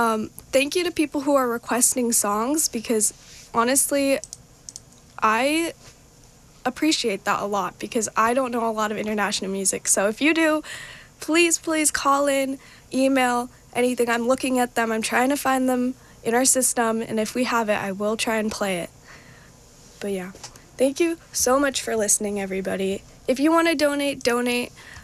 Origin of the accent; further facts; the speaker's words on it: India; Okay, I'm Indian, and it sounded like kind of like hymns, kind of like old Indian music.